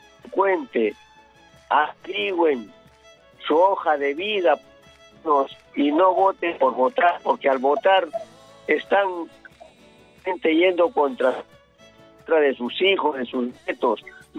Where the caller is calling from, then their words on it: Chimbote, Ancash, Peru; Le llamo de Chimbote.